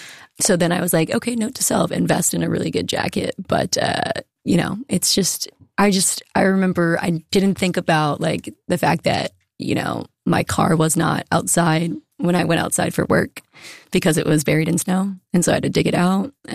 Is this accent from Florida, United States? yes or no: yes; Florida, United States; Because again, I'm from Florida